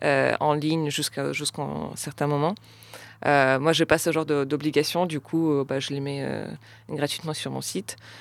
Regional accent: Russia; born or raised there

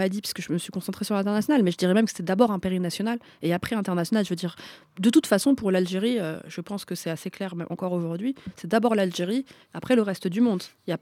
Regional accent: Paris, Île-de-France, France; born or raised there

